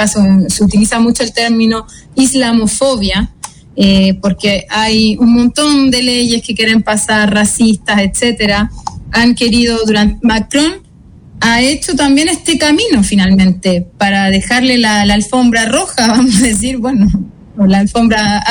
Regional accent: Chile; now in France

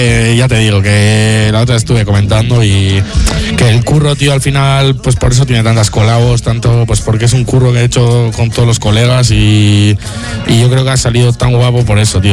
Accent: Mondragón, Basque Country, Spain; en mi pueblo, pues en Mondra

